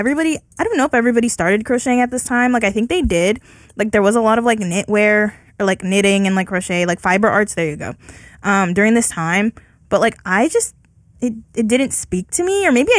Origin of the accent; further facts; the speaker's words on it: San Diego, California, United States; moved away; San Diego Petco Park in, you know, my hometown of it all.